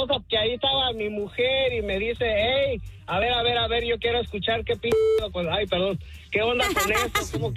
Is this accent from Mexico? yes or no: yes; Michoacán, Mexico; No, allá desde mi tierra natal, Michoacán, Bali.